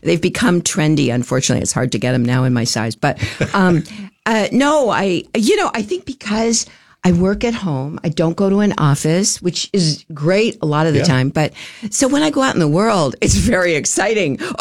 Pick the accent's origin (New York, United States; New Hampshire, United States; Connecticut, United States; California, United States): New Hampshire, United States; Durham; I grew up in New Hampshire, in the days of the Manchester Union Leader